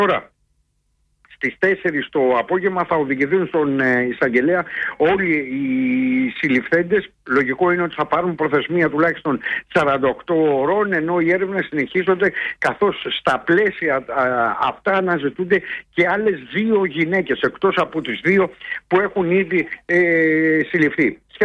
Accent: Dafni, West Greece, Greece; Μόνο σε μία περίπτωση πήραν 1.000 ευρώ στην Δάφνη Καλαβρίτων, εκεί στην πατρίδα μου

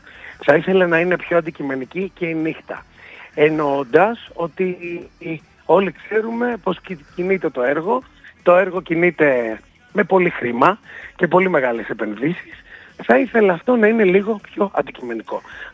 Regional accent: Greece; που είμαστε Έλληνες, από τα ίδια σόγια, από τα ίδια σπίτια

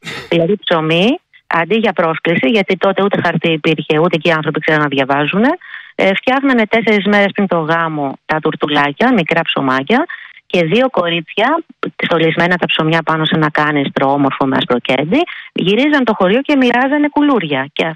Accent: Kalyvia Thorikou, Attica, Greece; επειδή είμαι από τα Καλύβια

